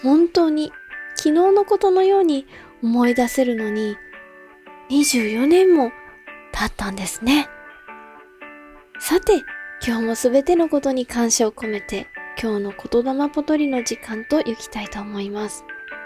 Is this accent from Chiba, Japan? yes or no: no; Tokyo, Japan; born there; 東京生まれのくせに東京のど真ん中で撮影なんてやだ、かっこいい、芸能界っぽいなーって思ったのを思い出します。